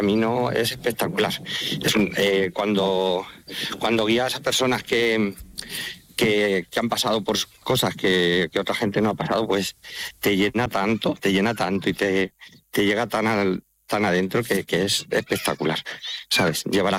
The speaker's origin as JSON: {"language": "Spanish", "town": "Santa Cruz de los Cáñamos", "region": "Castilla-La Mancha", "country": "Spain", "accent": "Manchego", "lives_now": "Albacete, Spain", "said": "Es que soy muy manchego. Yo soy de Ciudad Real, un pueblo que se llama Santa Cruz de los Cáñamos, pero vivo en Albacete."}